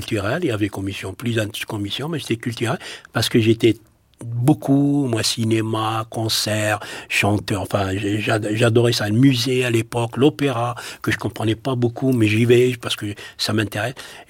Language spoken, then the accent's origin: French; Algeria; now in France